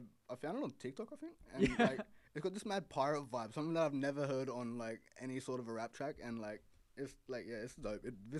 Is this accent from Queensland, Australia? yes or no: no; Inverell, New South Wales, Australia; born or raised there; now in Sydney, Australia